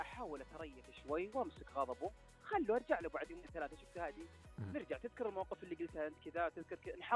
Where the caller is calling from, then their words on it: Al-Qassim, Saudi Arabia; من القصيم الله يعزك.